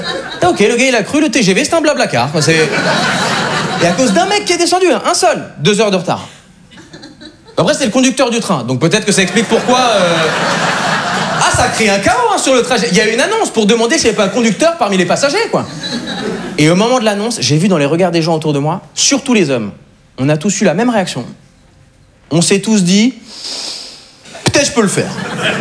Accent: Switzerland; now in France

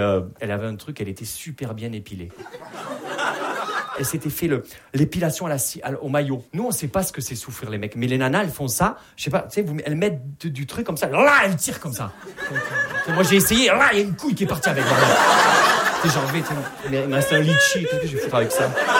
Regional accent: Perpignan, Occitanie, France

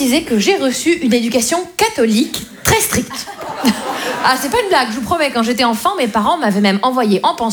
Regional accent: Liffol-le-Grand, Grand Est, France; C'est dans l'Est, en Lorraine. Et moi, je viens de Liffol-le-Grand, vous voyez? C'est à côté de Liffol-le-Petit, vous voyez?

